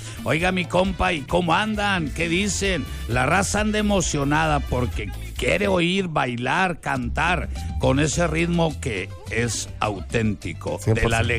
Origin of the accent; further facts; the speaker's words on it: Mexico; así somos los mexicanos